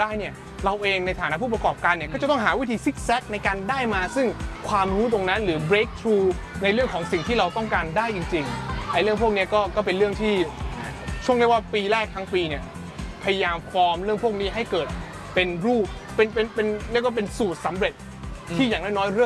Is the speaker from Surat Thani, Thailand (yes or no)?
yes; Ko Samui, Surat Thani, Thailand; แล้วผมเป็นคนชาวสมุยผมต้องเล่าให้พี่ฟังนะผมเป็นชาวสมุยทีนี้สมุยเนี่ยมันเป็นเมืองท่องเที่ยวมันไม่ใช่เมืองของ IT เท่าไหร่